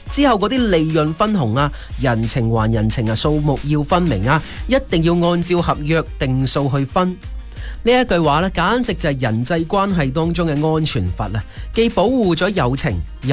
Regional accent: Guangdong, China; 我哋广东人一种非常之成熟而且理性嘅处世哲学

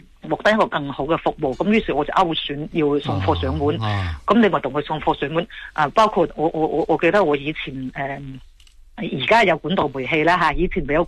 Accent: Guangdong, China; accent: Cantonese; 我哋廣東話俗話都話邊有咁大嘅鴿乸隨街跳啊？

